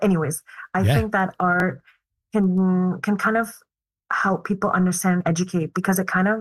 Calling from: Montreal, Quebec, Canada; I'm speaking from Montreal, those that are in Montreal.

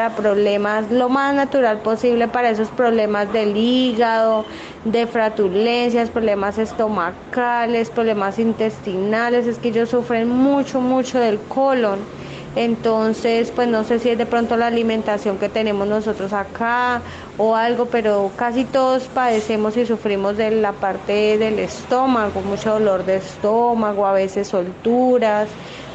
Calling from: Fresno, Tolima, Colombia; de Fresno, Tolima.

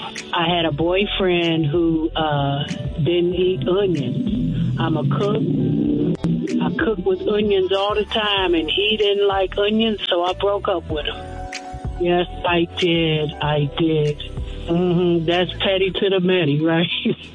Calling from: Euclid, Ohio, United States; I'm calling from Euclid, Ohio.

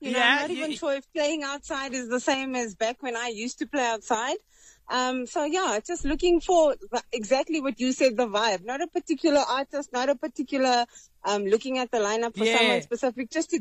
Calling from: Johannesburg, Gauteng, South Africa; You're speaking to … calling from Joburg.

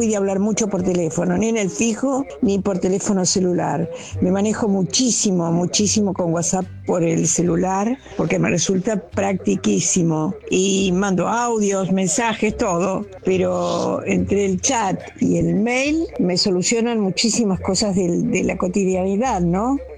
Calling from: Buenos Aires, Argentina; de Colegiales.

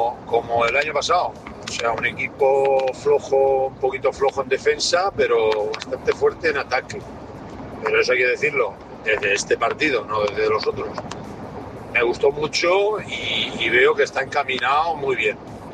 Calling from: Valencian Community, Spain; de Benicalá.

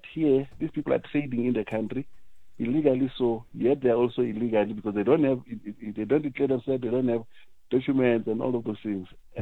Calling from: South Africa; when it comes to me as a South African

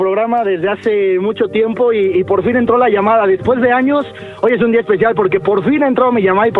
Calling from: Álvaro Obregón, Mexico City, Mexico; Desde el Álvaro Obregón, Diablito.

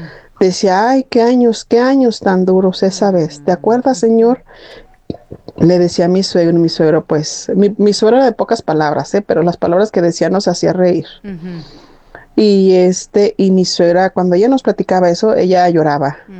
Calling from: Yurécuaro, Michoacán, Mexico; Yo soy de Yurécuaro, Michoacán

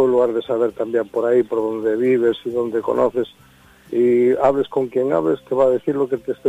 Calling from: Pontevedra, Galicia, Spain; Te llamo de Pontevedra

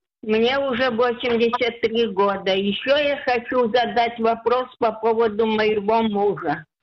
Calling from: Rishon LeZion, Central District, Israel; Я из Ришон-Лициона.

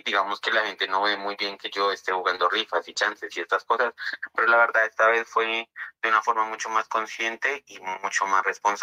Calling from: Garagoa, Boyacá, Colombia; yo lo estoy llamando acá desde Garagoa, Boyacá

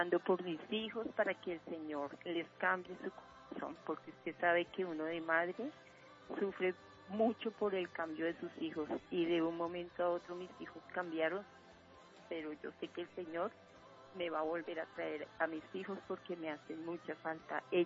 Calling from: Bogotá, Colombia; Estoy acá en Suba.

